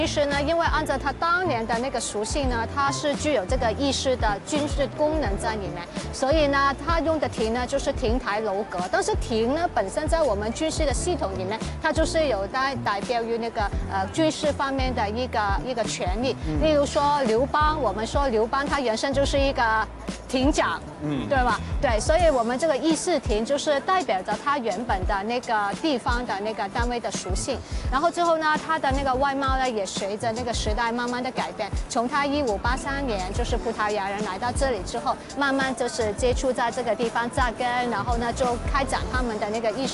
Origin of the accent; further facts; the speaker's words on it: Macau; 我们澳门人叫它做骑楼。